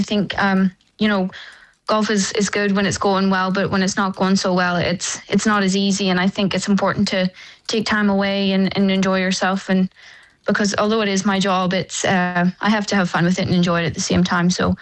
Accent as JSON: {"language": "English", "country": "Ireland", "said": "being Irish and playing in your national open is always going to be very, very special."}